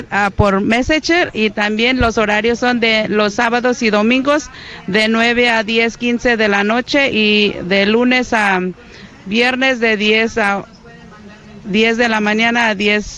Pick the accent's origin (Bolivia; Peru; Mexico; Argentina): Mexico; Oaxaca; now in Milwaukee, United States; del restaurante Los Gemelos, en la 1116 West Mitchell. Nosotros somos de Oaxaca